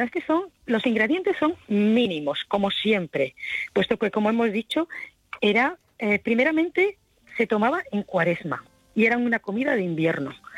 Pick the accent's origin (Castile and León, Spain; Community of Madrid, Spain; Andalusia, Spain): Andalusia, Spain; Granada; Bueno, yo soy de Granada